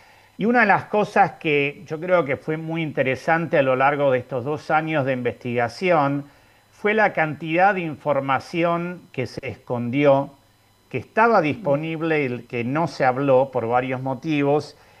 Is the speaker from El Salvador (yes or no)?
no; Argentina